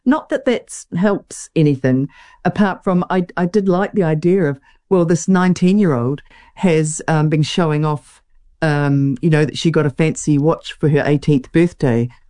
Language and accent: English; Wellington, New Zealand; having a Kiwi childhood in the 60s and 70s in New Zealand, this feels like such a blessing now, because I think where I grew up in Wellington